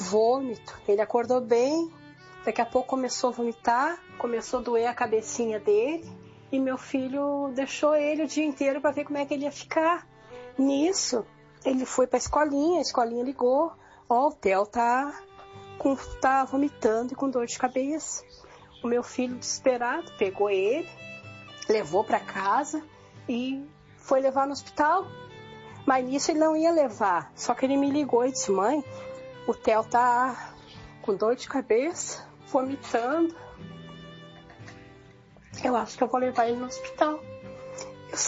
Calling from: Alvorada, Brazil; de Alvorada.

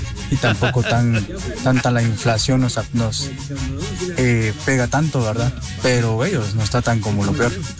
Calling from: Guatemala

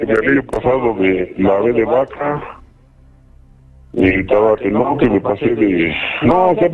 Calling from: Mexico City, Mexico; soy de aquí de Iztapalapa.

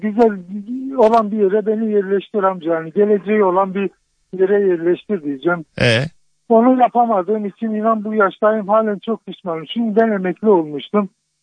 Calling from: Adana, Turkey; Ben Adana'dan arıyorum

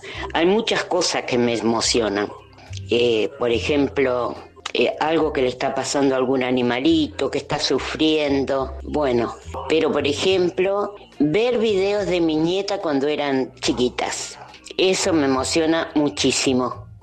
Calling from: Luján, Buenos Aires Province, Argentina; de Luján.

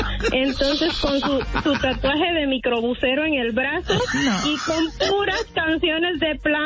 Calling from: Maryland, United States; Desde Maryland.

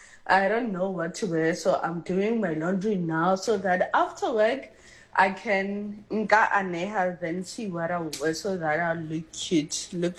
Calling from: South Korea; from Korea.

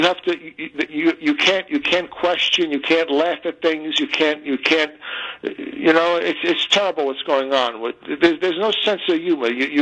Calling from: Cranford, New Jersey, United States; Good morning, Walter. I'm from Cranford, New Jersey.

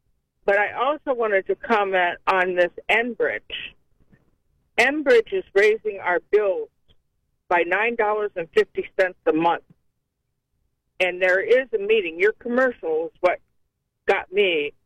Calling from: North Canton, Ohio, United States; I'm from North Canton

